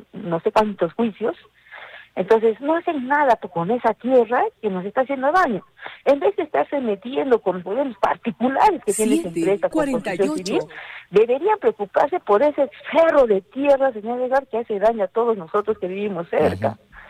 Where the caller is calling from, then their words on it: Pachacútec, Arequipa, Peru; Yo estoy llamando de Pachacute.